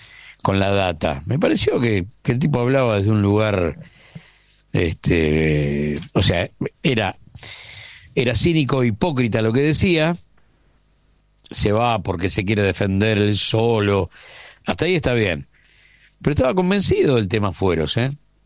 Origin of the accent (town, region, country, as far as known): Argentina